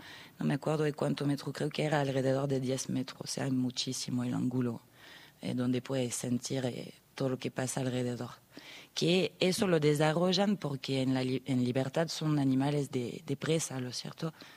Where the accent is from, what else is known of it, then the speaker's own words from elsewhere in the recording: France; moved away as an adult; now in San Salvador de Jujuy, Argentina; Soy de Francia y llegué a Jujuy viajando. Me enamoré de la provincia y me quedé. No me fui más.